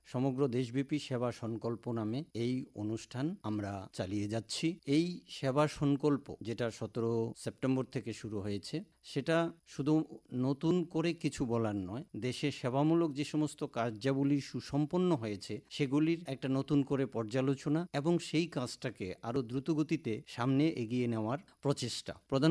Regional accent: India; আমরা দেশের যারা ভারতীয় আমরা রয়েছি, আমাদের প্রত্যেকের উচিত যে এই সমস্ত প্রকল্পগুলিতে এগিয়ে যাওয়া।

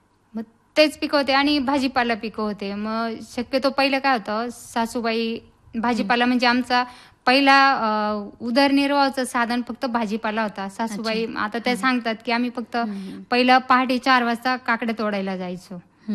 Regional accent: Pohegaon, Maharashtra, India; moved away as an adult; now in Bhagur, India; माझं माहेरचं गाव पोहेगाव, कोपरगाव तालुका, आणि 2000 मध्ये लग्नानंतर आता भगूर.

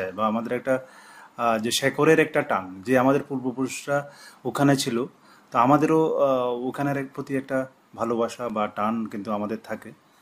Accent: Tripura, India; যে আমাদের পূর্বপুরুষরা ওখানে ছিল

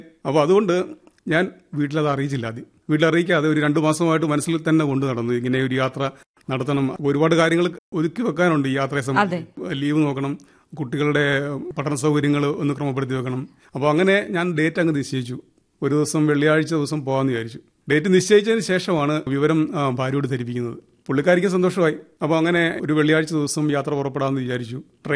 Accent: Evoor, Kerala, India; എന്റെ സ്വദേശം ഏവൂരാണ്. കായംകുളത്തിന് 7 കിലോമീറ്റർ വടക്കുമാറിയാണ് സ്ഥലം.

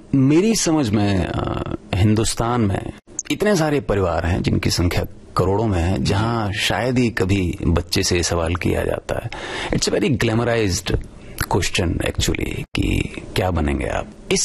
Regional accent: Delhi, India; میں دلی میں پیدا ہوا, پلا بڑا وہیں پہ.

